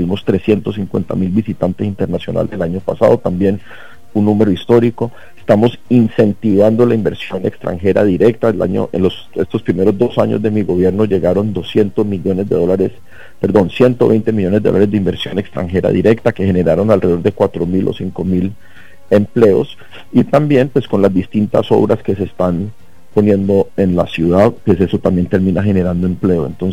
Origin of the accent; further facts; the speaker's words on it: Colombia; hablando como colombiano